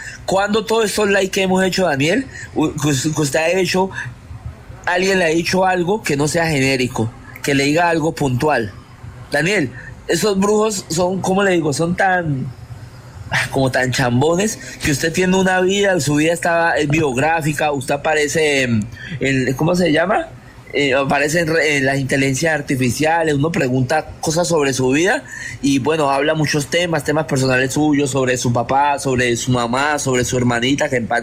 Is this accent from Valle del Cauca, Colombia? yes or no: yes; Buenaventura, Valle del Cauca, Colombia; yo soy de Buenaventura